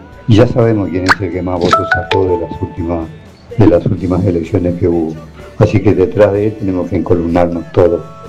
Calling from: Buenos Aires, Argentina; de Retiro

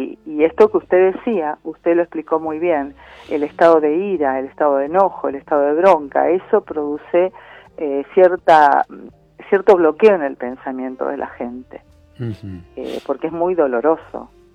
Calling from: Buenos Aires, Argentina; de Saavedra.

